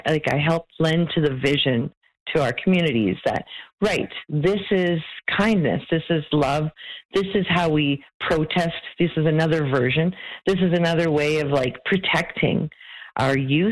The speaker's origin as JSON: {"language": "English", "country": "Philippines", "moved": "yes", "said": "And I'm Filipino and I'm an immigrant"}